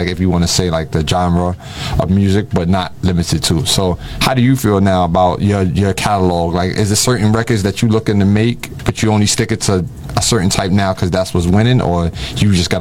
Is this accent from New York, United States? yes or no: yes; New York City, New York, United States; for me, I'm a New Yorker, I've been to Atlanta a bunch of times